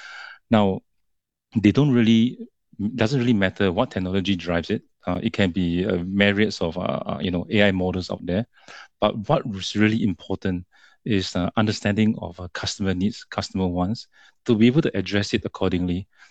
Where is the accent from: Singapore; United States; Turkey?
Singapore; Aside for being a Singaporean myself, which I'm very proud of.